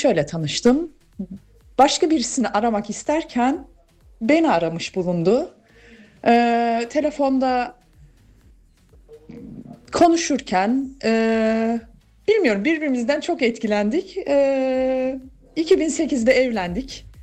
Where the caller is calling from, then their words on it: Lübeck, Schleswig-Holstein, Germany; Ben Lübeck'ten arıyorum.